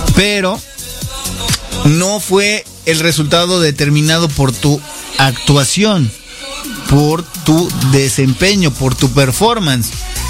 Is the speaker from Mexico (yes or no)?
yes; Mexico